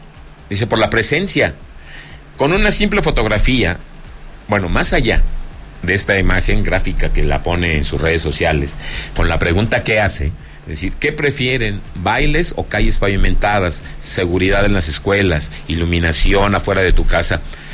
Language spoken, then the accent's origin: Spanish; Zacatecas, Mexico; Ay, mira que por primera vez en la historia de mi tierra, Zacatecas, me están diciendo que hago la Alta Palmira.